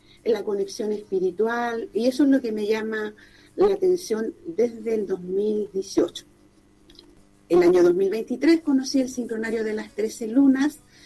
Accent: San Pedro de la Paz, Biobío, Chile; yo soy de San Pedro de la Paz, tengo dos hijos, ingeniero de profesión

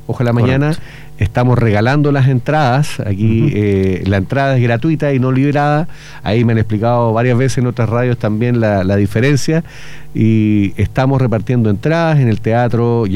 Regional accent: Chile; tiene que ser un motivo de orgullo para nosotros como chilenos

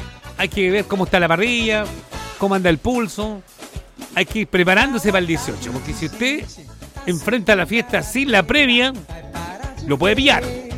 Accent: Chile; los chilenos somos hijos del rigor.

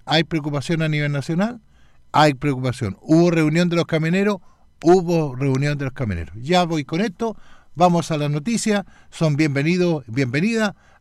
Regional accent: Chile; soy persona, soy ser humano, soy chileno, bien nacido, ¿no?

